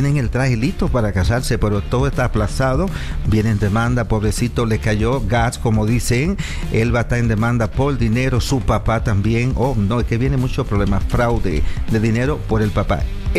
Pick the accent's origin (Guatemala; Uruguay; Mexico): Mexico; no me le estén tirando tanto a mi niña mexicana, somos de México acá, tenemos que apoyar a nuestra angelita